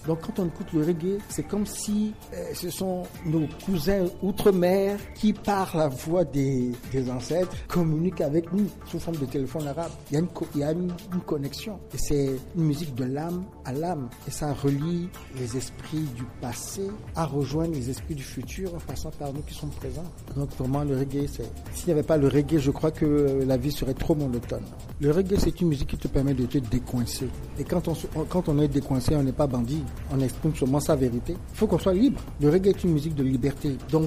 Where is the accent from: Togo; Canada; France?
Togo